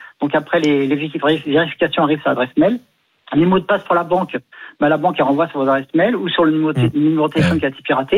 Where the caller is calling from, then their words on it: Saint-Maur, France; moi je suis à Saint-Maur